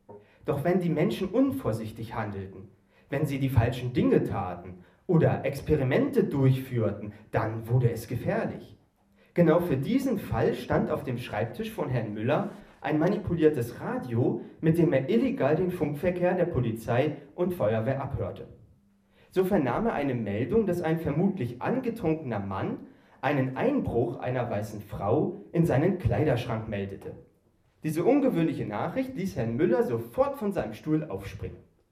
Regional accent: Erfurt, Thuringia, Germany; also born or lived in Greifswald; Ich komme ja eigentlich aus Erfurt und war früher mal hier in Greifswald.

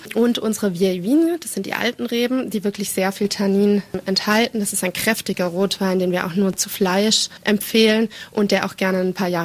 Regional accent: Germany; Und zwar habe ich nach Abitur in Deutschland, ich komme ja aus Deutschland

